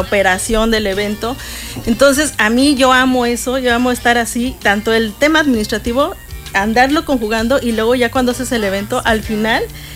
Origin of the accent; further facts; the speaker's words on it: Texcoco, State of Mexico, Mexico; born there; moved away as an adult; now in Cancún, Mexico; Yo soy chilanga, totalmente chilanga, pero pues ya tengo 18 años viviendo aquí en Cancún. Nací en Texcoco, Estado de México, super a Colwa. Y me fui a estudiar a la Ciudad de México.